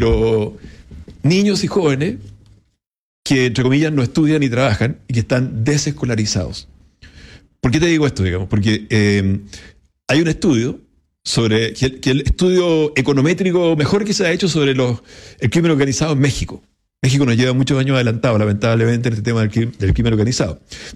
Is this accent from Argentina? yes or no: no; Ñuble, Chile; Yo soy de Ñuble y ahí lo conocí a Martín Arrau como intendente.